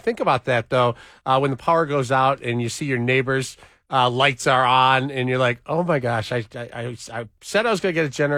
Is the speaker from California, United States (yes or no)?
no; Michigan, United States; I grew up in Michigan.